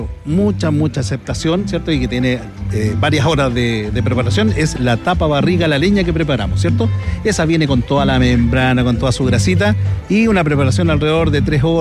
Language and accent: Spanish; Peñaflor, Santiago Metropolitan Region, Chile; Nosotros somos oriundos de Peñaflor. Ahora estamos con el restaurante en Talagante. Y claro, he estado toda la vida inmerso en esto.